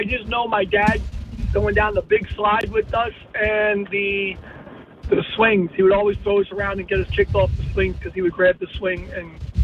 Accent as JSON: {"language": "English", "town": "Keansburg", "region": "New Jersey", "country": "United States", "tie": "born or raised there", "said": "I grew up in Keensburg, going to Keensburg all the time."}